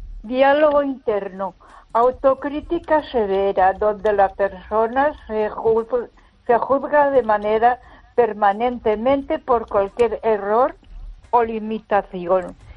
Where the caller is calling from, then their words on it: Ponferrada, Castile and León, Spain; de Ponferrada.